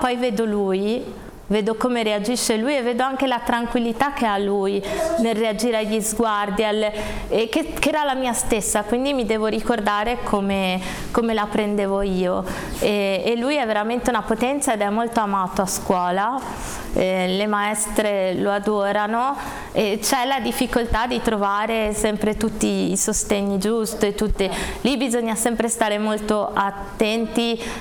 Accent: Genoa, Liguria, Italy; E quindi infatti io sono di Genova, quindi ho la fortuna di avere il Gaslini a due passi

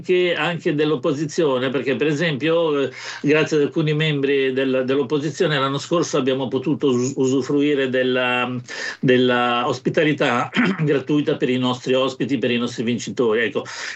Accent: Genoa, Liguria, Italy; born there; moved away as an adult; now in Santa Margherita Ligure, Italy; io sono nato a Genova, ma da 40 anni abito qui a Santa Margherita Ligure.

